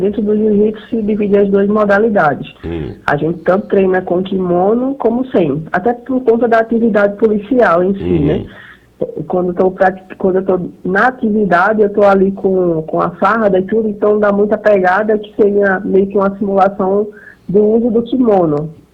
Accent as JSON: {"language": "Portuguese", "town": "Recife", "region": "Pernambuco", "country": "Brazil", "said": "Eu sou aqui de Recife."}